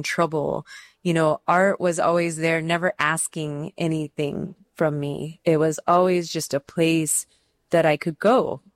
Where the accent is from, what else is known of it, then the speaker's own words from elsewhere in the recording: Redondo Beach, California, United States; born there; I was born in Redondo Beach in Los Angeles to interracial parents.